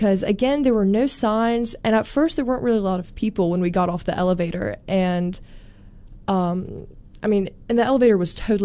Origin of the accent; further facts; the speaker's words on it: South Carolina, United States; moved away as an adult; also born or lived in Mississippi; now in Memphis, United States; I'm from South Carolina